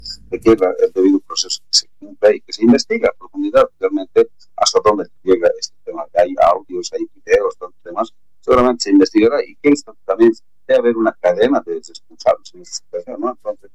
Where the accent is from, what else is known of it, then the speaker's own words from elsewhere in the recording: Bolivia; nosotros como bolivianos